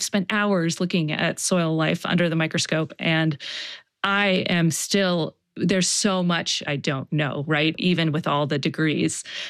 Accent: Baltimore, Maryland, United States; You know, I'm from Baltimore

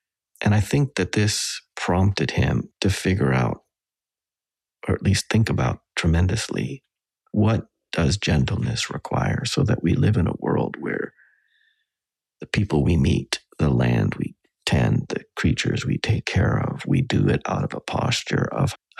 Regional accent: Western Canada, Canada; because I grew up with him in Western Canada.

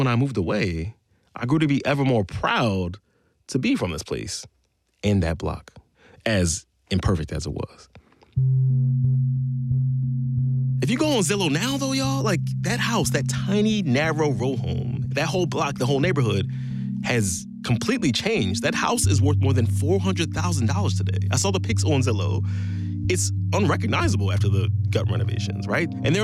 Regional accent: Philadelphia, Pennsylvania, United States; At the same time I was growing up in South Philly, Bed-Stuy had a reputation, the homicide capital of the United States.

